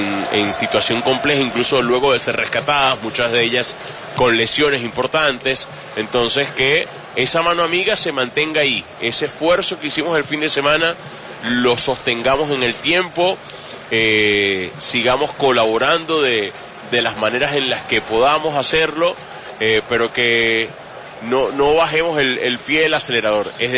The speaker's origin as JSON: {"language": "Spanish", "country": "Venezuela", "said": "esta contingencia que estamos viviendo como venezolanos"}